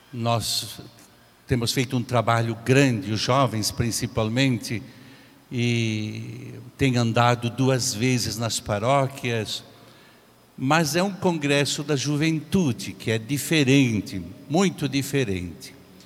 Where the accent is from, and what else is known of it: Brazil